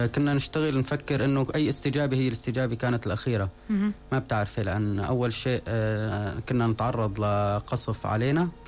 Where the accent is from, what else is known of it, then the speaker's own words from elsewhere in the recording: Syria; نحن كسوريين